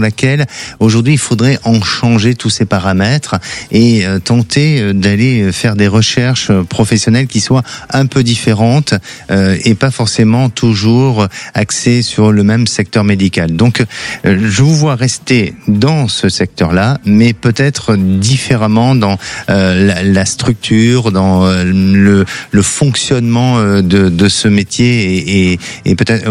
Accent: Bordeaux, Nouvelle-Aquitaine, France; les meilleurs cannelés de Bordeaux, parce que je suis bordelais, donc je connais bien les cannelés.

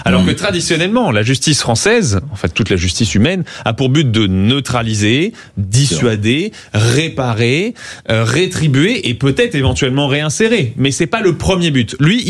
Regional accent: Canada; Moi, j'ai grandi au Canada, par exemple. Le Canada est un pays très sûr.

